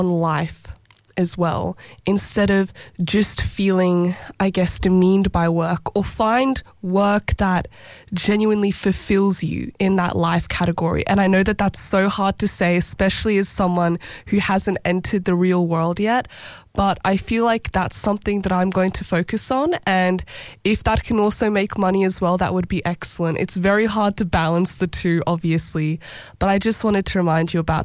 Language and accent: English; Australia; But ultimately, I think that as an Australian society, especially as we get older, work becomes life.